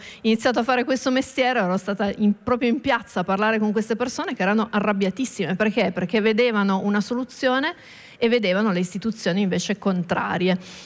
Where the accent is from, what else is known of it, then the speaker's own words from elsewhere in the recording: Turin, Piedmont, Italy; io sono di Torino